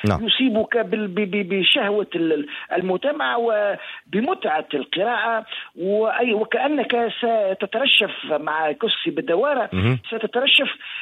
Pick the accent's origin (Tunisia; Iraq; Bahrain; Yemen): Tunisia; في جهتنا بالصقلبة